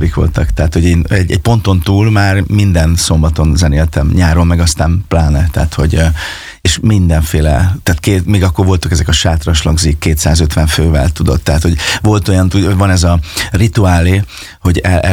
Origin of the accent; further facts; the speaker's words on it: Fényeslitke, Szabolcs-Szatmár-Bereg, Hungary; also born or lived in Kisvárda; Hát ugye én Fényeslitkén nőttem föl, és Kisvárdán születtem, és hát ott a megyében, ahova hívtak